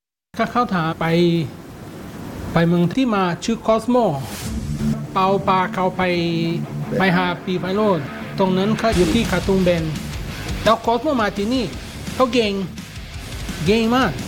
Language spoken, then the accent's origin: Thai; Japan; now in Thailand; ผมเกิดเป็นคนญี่ปุ่นคนแม่เป็นคนอิตาลี